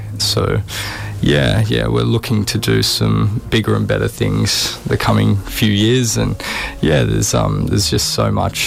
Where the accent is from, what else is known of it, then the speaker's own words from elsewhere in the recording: Canberra, Australian Capital Territory, Australia; now in Brisbane, Australia; A great community here in Brisbane too. I came from Canberra, so yeah, the bar was pretty low when I was there.